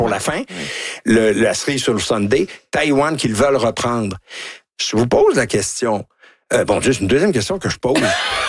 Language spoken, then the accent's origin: French; Canada; Oui, parce que regardez ce qui se passe.